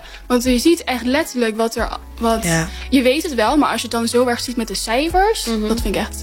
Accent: South Holland, Netherlands; also born or lived in China; Ik woon in Den Haag en ik kom uit China. Op 1-jarige leeftijd ben ik geadopteerd door mijn adoptieouders. Ik ben opgegroeid in Zuid-Holland samen met mijn adoptiezus die ook uit China komt.

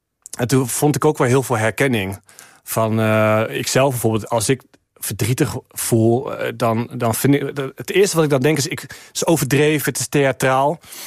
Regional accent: Almelo, Overijssel, Netherlands; moved away as an adult; In Almelo. Ja. Almelo, ja. Ja, daar ben ik geboren en getogen. En ik ging terug naar Almelo, naar mijn geboortestreek, om daar aan de slag te gaan als verslaggever.

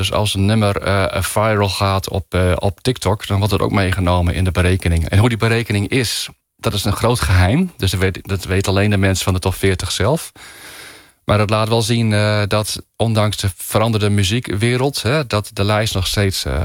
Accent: Netherlands; Wij als Nederlanders hebben daar toch behoefte aan.

